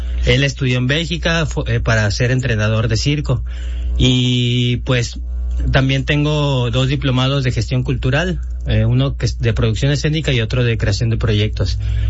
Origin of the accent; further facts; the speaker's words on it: Morelos, Mexico; born there; moved away; also born or lived in Guadalajara; No, yo nací en el estado de Morelos, pero mi formación artística la obtuve en Guadalajara.